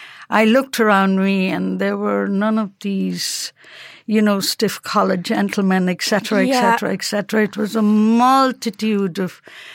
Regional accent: India; English is a second language; moved away as an adult; also born or lived in London; now in Carlow, Ireland; I was just about 20 years old, a few months over 20, and decided that India was getting a little bit too boring.

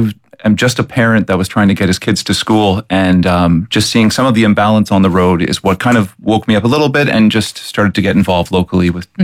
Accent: Ontario, Canada; I'm from Ontario

